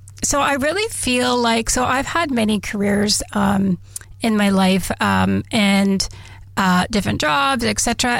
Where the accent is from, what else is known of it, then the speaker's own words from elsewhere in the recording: Driftpile, Alberta, Canada; So my mom is from Driftpile in Treaty 8 territory. So I grew up kind of in the Driftpile, Swan River area, First Nation.